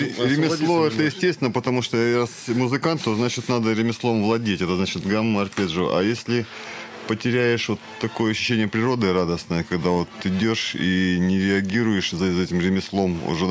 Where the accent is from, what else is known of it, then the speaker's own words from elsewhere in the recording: Siberia, Russia; мы вообще из Сибири, из берегов Байкала.